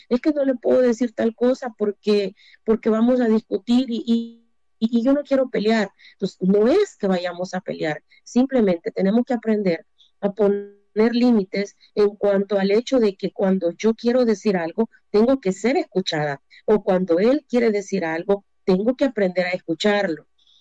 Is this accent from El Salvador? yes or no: yes; San Salvador, El Salvador; moved away as an adult; now in San Miguel, El Salvador; Cuando yo me casé, me vine para acá, para el lado de Oriente, San Miguel. Yo crecí toda mi vida en San Salvador, pero mi familia es del lado de Occidente.